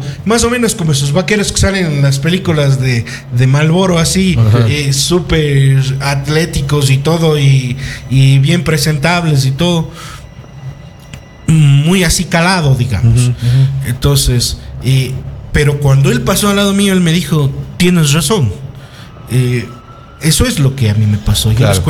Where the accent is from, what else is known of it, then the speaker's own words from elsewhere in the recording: Cuenca, Azuay, Ecuador; yo también soy de Cuenca. Y yo vivo por la UDA.